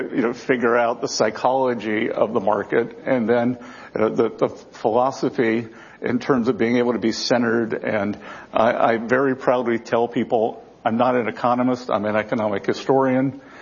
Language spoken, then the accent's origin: English; South Carolina, United States; My home state of South Carolina has the most people moving in terms of percent